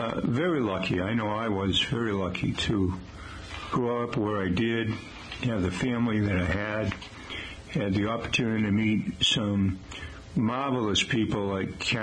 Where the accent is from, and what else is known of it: Taunton, Massachusetts, United States; born or raised there